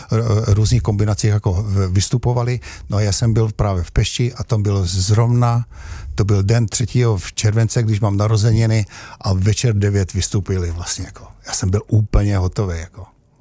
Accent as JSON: {"language": "Czech", "town": "Šahy", "region": "Nitra Region", "country": "Slovakia", "tie": "born or raised there", "also_born_or_lived": "Šaľa, Slovakia", "moved": "yes", "said": "já jsem se narodil v Šale, bydleli jsme tam 3 roky a rodiče pak se odstěhovali do Šahy, je to hraniční přejezd, je to 60 kilometrů do Pešti"}